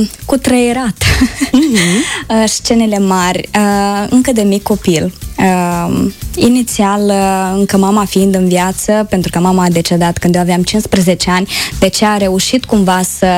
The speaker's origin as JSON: {"language": "Romanian", "town": "Pîrjolteni", "region": "Călărași District", "country": "Moldova", "tie": "born or raised there", "moved": "yes", "said": "în satul meu de Baștină, unde am înlocuit Baraboiul cu Pârjolteniul."}